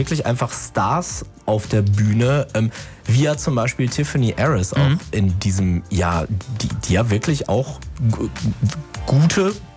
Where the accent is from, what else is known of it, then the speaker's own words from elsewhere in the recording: Essen, North Rhine-Westphalia, Germany; Ich komme ja ursprünglich, ich bin in Essen aufgewachsen